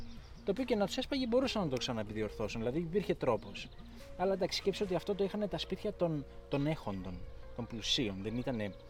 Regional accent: Korona, Crete, Greece; Είμαι από τα δύο καλύτερα μέρη του νησιού. Είμαι από Κόρωνα και από Μηλοπόταμο.

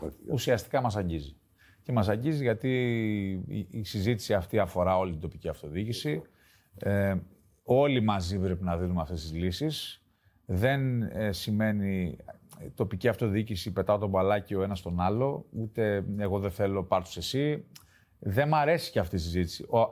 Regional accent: Crete, Greece; εγώ είμαι περήφανος που είμαι κρητικός

